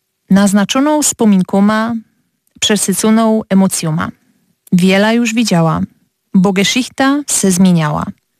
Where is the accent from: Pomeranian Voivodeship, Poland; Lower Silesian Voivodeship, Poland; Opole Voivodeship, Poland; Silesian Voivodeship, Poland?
Opole Voivodeship, Poland; Leśnica; accent: Silesian; u nas w Leśnicy, bo to jest tam najbliższa wioska obok Porymby